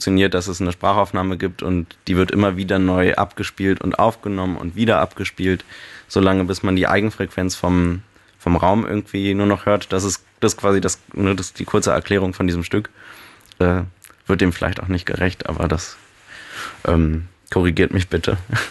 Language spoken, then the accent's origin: German; Berlin, Germany; ich komme ursprünglich aus der Berliner Vorstadt